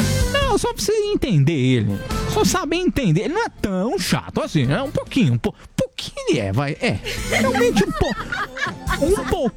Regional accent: Jandira, São Paulo, Brazil; born there; now in Sorocaba, Brazil; Na verdade, eu nem sou sorocabano, gente. Eu moro em Sorocaba há muitos anos, mas não sou sorocabano. Eu nasci ali perto de Barueri, eu nasci em Jandira.

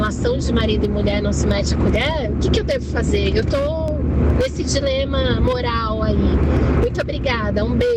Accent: Taboão da Serra, São Paulo, Brazil; eu sou de Taboão.

